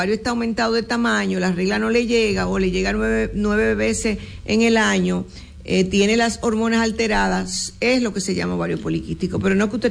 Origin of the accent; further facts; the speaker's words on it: Dominican Republic; ya yo no digo nada porque somos dominicanos.